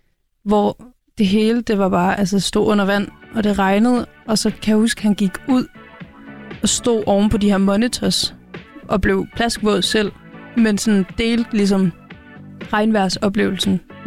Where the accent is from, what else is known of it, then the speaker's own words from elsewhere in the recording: Haderslev, Region of Southern Denmark, Denmark; til Kløften Festival i Haderslev, min hjemby, hvor jeg var, tror jeg har været, 8-9 år eller et eller andet.